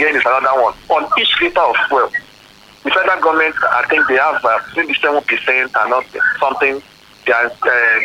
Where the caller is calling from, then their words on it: Makole, Oyo, Nigeria; Morning, I'm calling from Makole.